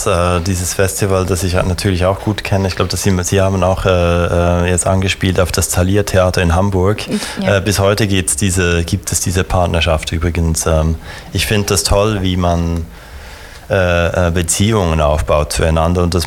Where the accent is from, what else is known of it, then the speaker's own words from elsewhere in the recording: Switzerland; now in Düsseldorf, Germany; für mich als Schweizer